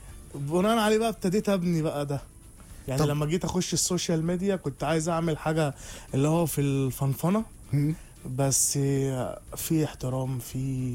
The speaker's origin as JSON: {"language": "Arabic", "town": "Al-Basatin", "region": "Cairo Governorate", "country": "Egypt", "tie": "born or raised there", "said": "ودلوقتي قاعد في المعادي بقى، بس منطقتي وتربيت هناك. واحنا هناك عائلات يعني."}